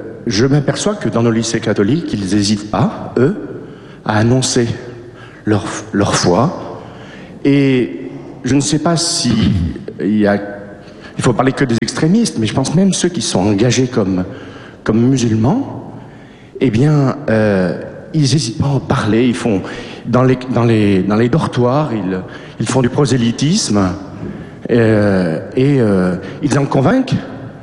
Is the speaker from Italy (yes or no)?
no; Clermont-Ferrand, Auvergne-Rhône-Alpes, France; Oui, bonjour, je ne suis pas de Grenoble, je suis de Clermont.